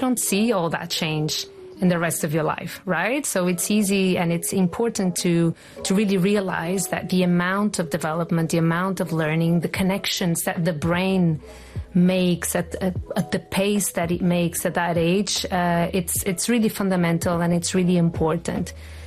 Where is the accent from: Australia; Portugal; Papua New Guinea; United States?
Portugal; Porto, Porto District; now in Oman; Well, I am from Porto, from Portugal, and I've worked in education for about, until now, for about 25 years.